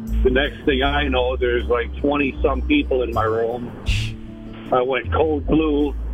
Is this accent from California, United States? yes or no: no; Minnesota, United States; So I went to the ER in my hometown, Minnesota